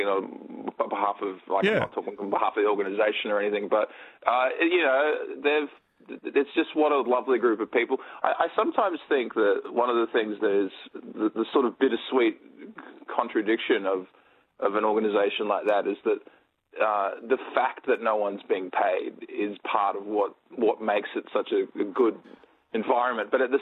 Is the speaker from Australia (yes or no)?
yes; Sydney, New South Wales, Australia; I'm from Sydney originally, and so I grew up with 2SER and FBI as well.